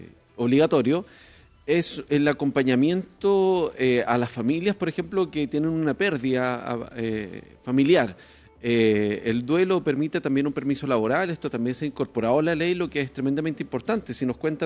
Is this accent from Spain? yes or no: no; Chile; qué tan preparados estamos nosotros también como chilenos frente al volante.